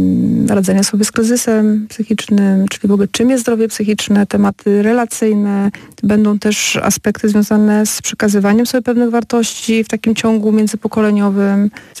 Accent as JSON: {"language": "Polish", "town": "Kluczbork", "region": "Opole Voivodeship", "country": "Poland", "said": "ja pochodzę z Kurzborka"}